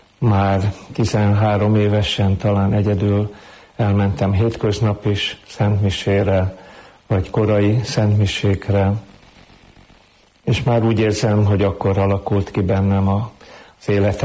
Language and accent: Hungarian; Zugló, Budapest, Hungary; Gyermekkoromat Szuglóban éltem meg, 14 éves koromig, mert utána már bencés diák lettem Pannonhalmán, tehát elkerültem otthonról.